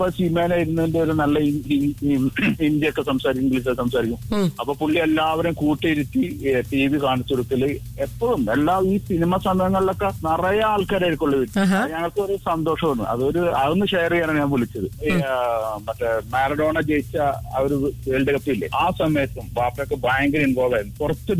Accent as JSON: {"language": "Malayalam", "town": "Kodungallur", "region": "Kerala", "country": "India", "tie": "born or raised there", "said": "അപ്പൊ ഞങ്ങളുടെ ഏരിയ കൊടുങ്ങല്ലൂർ അഴീക്കോട് ഒരു കപ്പൽ ബസാർ എന്നുള്ള ഒരു ഏരിയ വരെ ഉണ്ട്."}